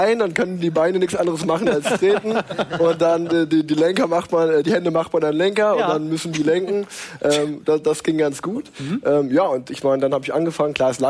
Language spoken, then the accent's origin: German; Unna, North Rhine-Westphalia, Germany; Ich bin in Unna groß geworden, in der Nähe von Dortmund, das heißt großer Borussia Dortmund-Fan